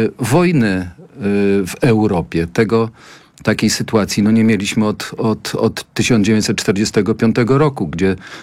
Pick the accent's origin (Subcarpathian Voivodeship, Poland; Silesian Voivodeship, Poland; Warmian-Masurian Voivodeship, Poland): Subcarpathian Voivodeship, Poland; i tutaj akurat obaj z panem posłem pochodzimy z takich regionów, z podkarpackiego.